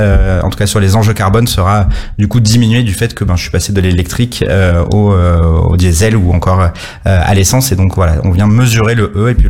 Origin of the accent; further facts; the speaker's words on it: Nîmes, Occitanie, France; moi je suis originaire de Nîmes dans le Gard